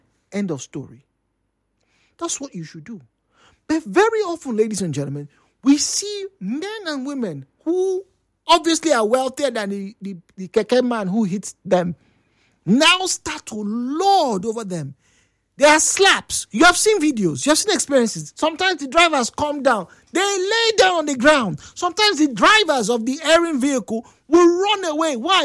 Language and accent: English; Nigeria; as a Nigerian